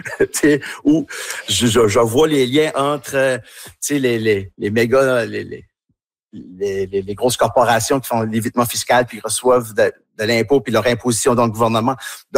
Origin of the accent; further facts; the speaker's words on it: Tracadie, New Brunswick, Canada; accent: Tracadie; quand je suis avec eux autres, je parle avec mon accent tracadie un peu plus, puis je me laisse aller